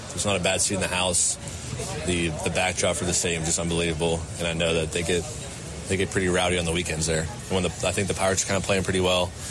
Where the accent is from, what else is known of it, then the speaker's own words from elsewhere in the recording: Pittsburgh, Pennsylvania, United States; growing up in Pittsburgh, I was about 20 minutes from the stadium.